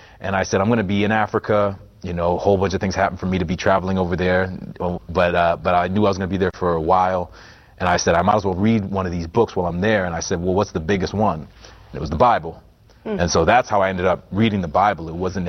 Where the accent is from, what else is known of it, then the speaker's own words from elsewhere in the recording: Halifax, Nova Scotia, Canada; And I got a show that was shooting in my hometown of Halifax, and it was a show about a gospel choir, again, Providence.